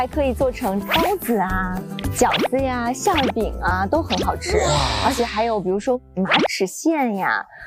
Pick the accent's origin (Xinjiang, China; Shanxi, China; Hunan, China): Shanxi, China; moved away; 在我们山西老家，这种菜很多人都很喜欢吃。